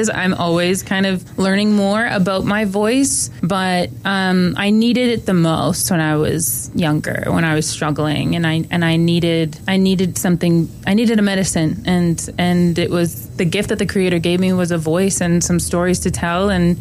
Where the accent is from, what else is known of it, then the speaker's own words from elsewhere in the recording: Welland, Ontario, Canada; also born or lived in Six Nations; My citizenship is from Six Nations. It's where my family was from. And I grew up in Welland, small town of Welland, Ontario, is where my family grew up.